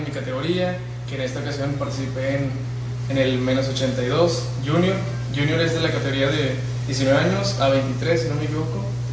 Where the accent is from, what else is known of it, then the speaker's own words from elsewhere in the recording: Palau, Coahuila, Mexico; also born or lived in Piedras Negras, Coahuila, Mexico; Nací en Piedras Negras, pero crecí aquí en Palau.